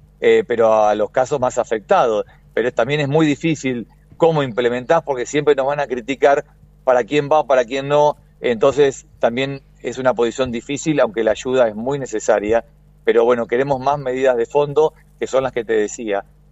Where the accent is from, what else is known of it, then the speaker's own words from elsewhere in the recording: Argentina; como argentinos de bien